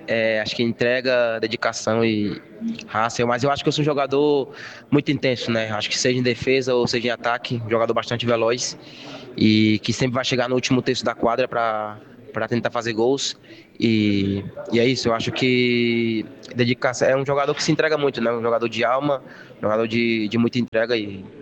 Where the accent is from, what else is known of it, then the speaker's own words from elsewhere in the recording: Fortaleza, Ceará, Brazil; also born or lived in Sorriso, Mato Grosso / Mafra, Santa Catarina / Spain; now in Francisco Beltrão, Brazil; sou natural de Fortaleza, Ceará